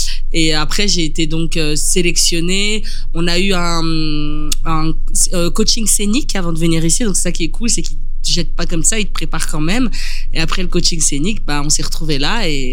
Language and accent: French; Liège, Wallonia, Belgium; Je suis de Liège